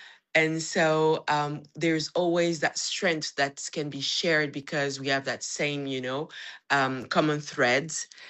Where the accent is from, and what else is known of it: Gabon; born or raised there